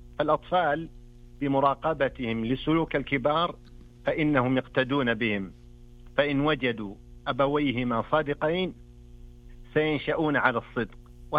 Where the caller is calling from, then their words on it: Al-Qassim, Saudi Arabia; من القصيم.